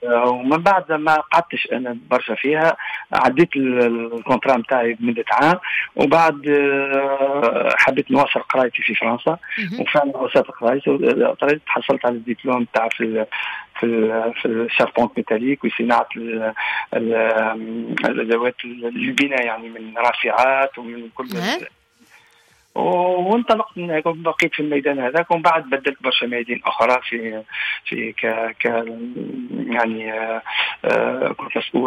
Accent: Tunisia; moved away as an adult; now in France; أنا تونسي

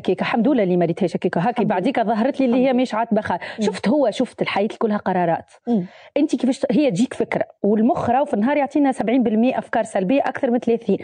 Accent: Tunisia; احنا في تونس ما عندناش ليه عندنا في تونس عندنا كل شيء

